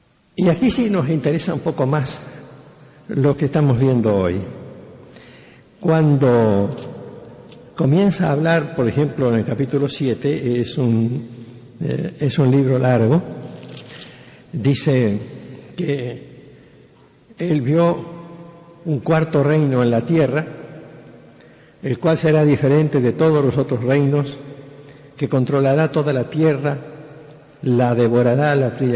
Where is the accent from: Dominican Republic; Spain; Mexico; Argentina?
Argentina; todos los que somos argentinos nativos